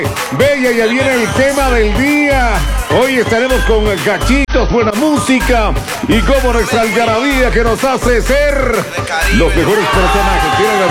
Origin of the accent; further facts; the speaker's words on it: Ecuador; quienes somos bien ecuatorianos, tenemos la sangre ecuatoriana, esa tricolor que nos llena